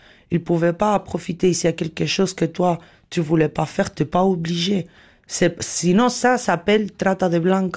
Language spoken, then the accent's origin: French; Spain; French is a second language; moved away as an adult; now in Switzerland; D'Espagne.